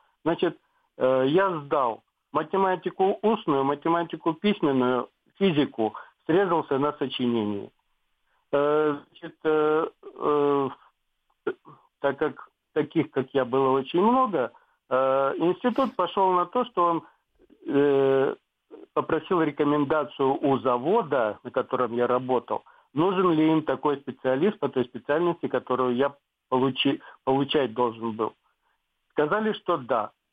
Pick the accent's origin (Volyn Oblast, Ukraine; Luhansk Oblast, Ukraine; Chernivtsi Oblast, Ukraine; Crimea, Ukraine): Crimea, Ukraine; Добрый вечер … из Крыма.